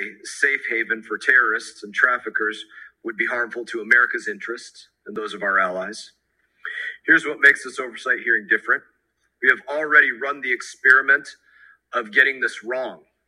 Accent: Florida, United States; 700 miles from my home state of Florida, terrorist organizations control the Haiti national capital.

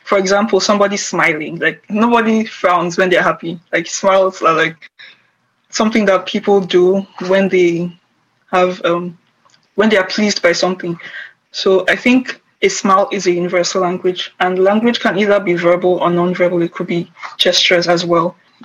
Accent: Nigeria; accent: Nigerian; moved away; First, it was my accent, because I, when I came, I think I still have a very thick Nigerian accent. I don't think there's a Nigerian accent, but like a particular tribe, because I'm Igbo.

